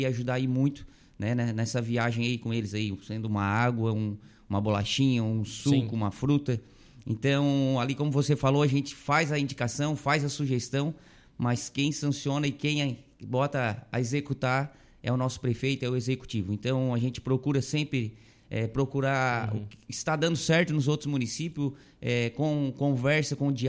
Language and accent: Portuguese; Brazil; sou brasileiro, né? Sou brasileiro, não desisto.